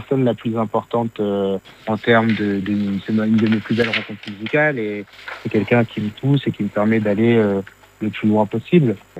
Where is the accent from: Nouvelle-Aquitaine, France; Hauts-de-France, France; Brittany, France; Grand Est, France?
Hauts-de-France, France; Lille; Après, on vient de Lille, donc tu sais, Lille, c'est un carrefour, hein.